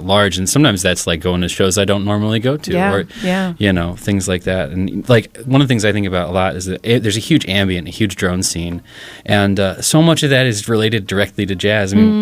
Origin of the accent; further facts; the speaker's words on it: Des Moines, Iowa, United States; Des Moines. I grew up in Des Moines.